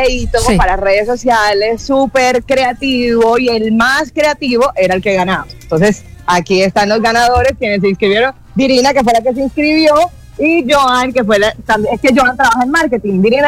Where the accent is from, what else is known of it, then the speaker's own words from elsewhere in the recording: Barranquilla, Atlántico, Colombia; Yo soy de Barranquilla, yo sé lo que es el calor